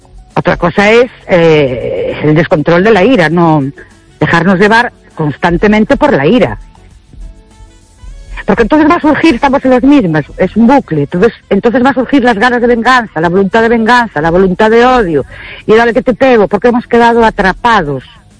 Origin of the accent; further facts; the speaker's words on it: Ourense, Galicia, Spain; Buenas noches … de Orense.